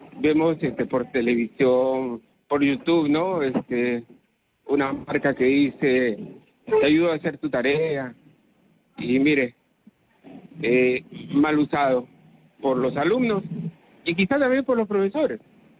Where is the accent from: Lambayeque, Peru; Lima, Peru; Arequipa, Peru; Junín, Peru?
Lambayeque, Peru; Chiclayo; Retiro 25 de Chiclayo, y por ahí